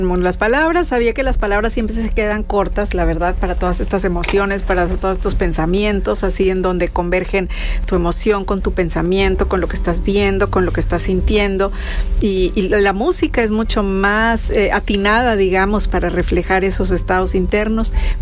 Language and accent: Spanish; Monterrey, Nuevo León, Mexico; yo nací aquí en Monterrey, soy muy norteña porque soy de familia de aquí y mi papá es de Chihuahua.